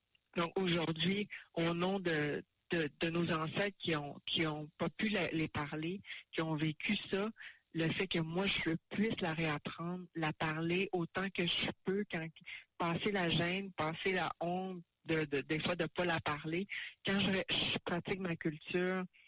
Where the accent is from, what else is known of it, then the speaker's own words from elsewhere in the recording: Mashteuiatsh, Quebec, Canada; Pour moi, je suis Innu de Mashtuyat.